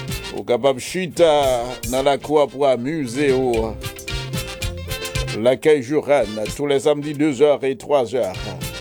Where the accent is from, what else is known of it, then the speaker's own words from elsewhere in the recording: Haiti; now in United States; Chez nous, en Haïti